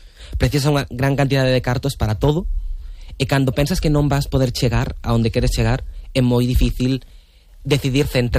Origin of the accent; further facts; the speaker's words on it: A Coruña, Galicia, Spain; eu son coruñés, e por exemplo, meus pais, a primeira vez que se mudaron, foi a un piso de protección oficial